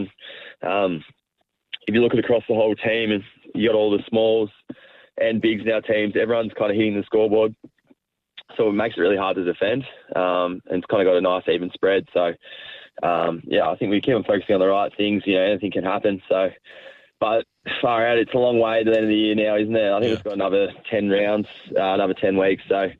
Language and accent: English; Torquay, Victoria, Australia; now in Sydney, Australia; I grew up in Torquay and loved the ocean